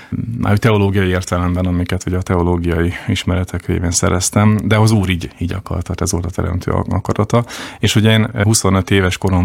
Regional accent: Šahy, Nitra Region, Slovakia; born or raised there; moved away as an adult; also born or lived in Bratislava

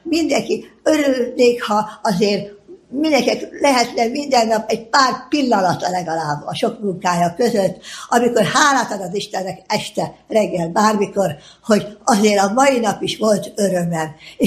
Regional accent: Esztergom, Komárom-Esztergom, Hungary; én Esztergomból születtem, és ott nőttem föl, és hát az egyetemet is nem könnyen, de azt is el tudtam végezni

